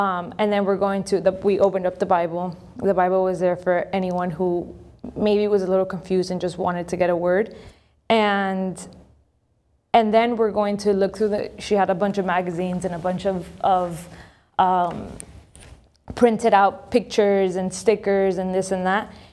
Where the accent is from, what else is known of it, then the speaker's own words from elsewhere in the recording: Miami, Florida, United States; growing up in Miami